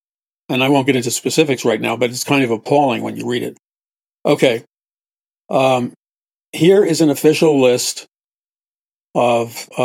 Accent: New York City, New York, United States; but I heard it a lot growing up in New York City.

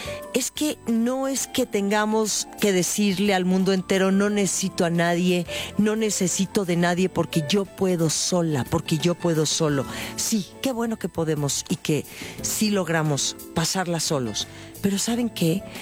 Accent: Mexico

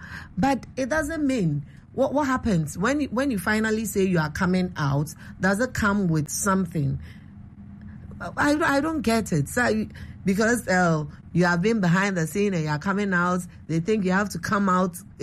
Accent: Takoradi, Western Region, Ghana; though I am a Western region girl, I grew up in Takoradi, I know the region very well

